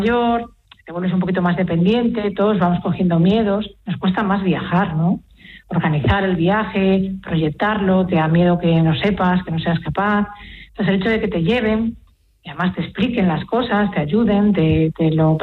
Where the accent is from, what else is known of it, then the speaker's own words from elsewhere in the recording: Galicia, Spain; Los gallegos acuden, como gallega que soy